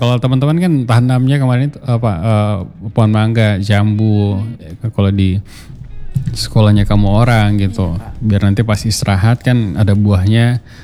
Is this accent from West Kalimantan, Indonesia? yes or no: no; Palu, Central Sulawesi, Indonesia; accent: Palu; Saya suka pakai bahasa Palu ini.